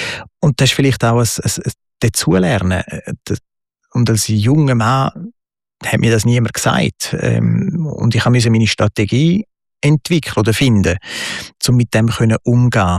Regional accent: Switzerland; Ich bin Schweizer.

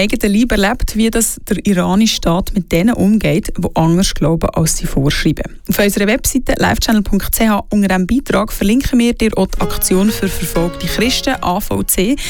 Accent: Switzerland; Bei uns in der Schweiz ist ein Kirche etwas ganz Normales.

